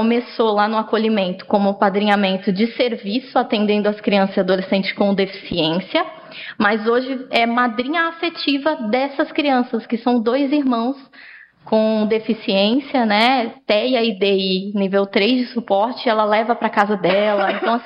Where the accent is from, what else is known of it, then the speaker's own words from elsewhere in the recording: Guarujá, São Paulo, Brazil; coordenadora do Lar Manaim, sou lá do Guarujá